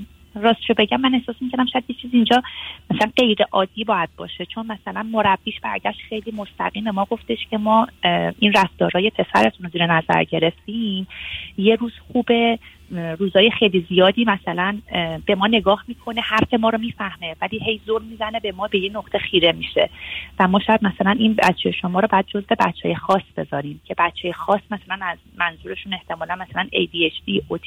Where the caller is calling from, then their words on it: Germany; ما از آلمان هستیم آقای دکتر.